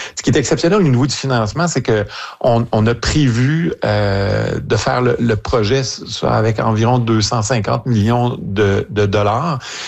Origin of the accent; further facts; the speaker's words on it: Montreal, Quebec, Canada; Chez nous à Montréal